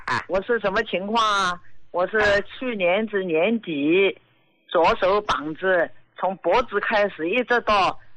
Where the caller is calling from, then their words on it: Jiangsu, China; 我今年73岁，我是江苏的